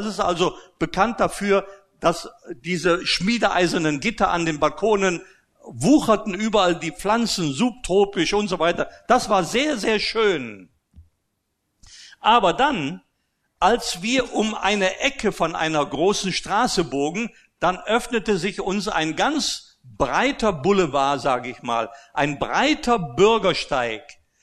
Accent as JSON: {"language": "German", "country": "Austria", "tie": "born or raised there", "said": "ich bin ja in Österreich groß geworden, römisch-katholisch"}